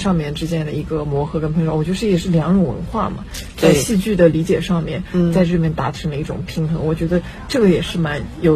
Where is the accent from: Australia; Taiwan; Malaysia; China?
China; 但是我们中国人的那个文化里面，我们比较欣赏大团圆的结局